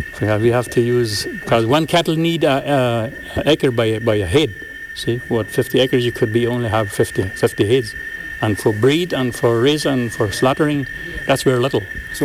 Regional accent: Belize; The Bolivians was here before, you know. But we are from Belize, we are the first groups.

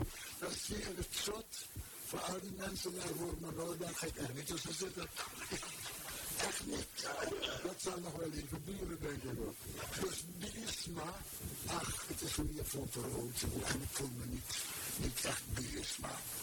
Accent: Paramaribo, Suriname; Jongen, ik ben geboren in Paramaribo, in het Slaans Hospitaal. Ik ben verwekt overwijld op Curaçao, of in Curaçao moet ik zeggen.

